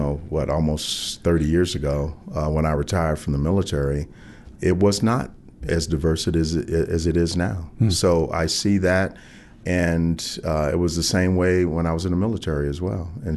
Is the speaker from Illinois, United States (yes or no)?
yes; Chicago, Illinois, United States; now in Denver, United States; So I wouldn't say that about any other place, even though my hometown is Chicago.